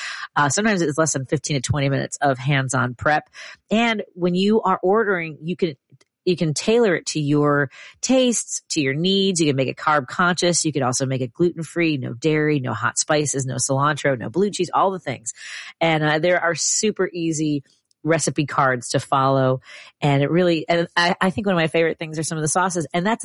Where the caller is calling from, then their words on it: Brooklyn, New York, United States; Hey, everybody. I am broadcasting today from Brooklyn.